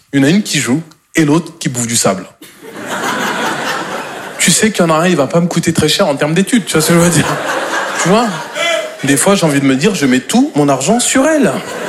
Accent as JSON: {"language": "French", "region": "Normandy", "country": "France"}